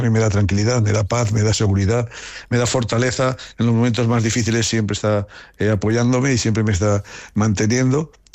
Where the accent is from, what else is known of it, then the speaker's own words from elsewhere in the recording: Haro, La Rioja, Spain; soy un auténtico privilegiado, Manolo, porque yo me he sentido siempre y me siento muy querido en mi pueblo. Mi pueblo, que la alcaldesa cuando me oye hablar así se enfada porque dice … que Aro es una ciudad.